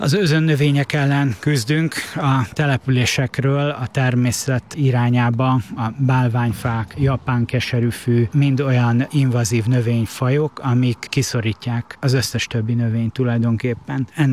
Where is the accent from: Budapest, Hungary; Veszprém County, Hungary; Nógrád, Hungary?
Budapest, Hungary; Óbuda; Igen, én óbudai vagyok, nem mondanám, hogy engem követnek, ez tulajdonképpen már az idők szava.